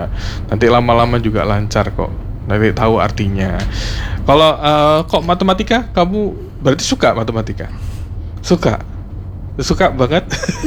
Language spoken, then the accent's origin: Indonesian; Java, Indonesia; Saya juga asli Jawa.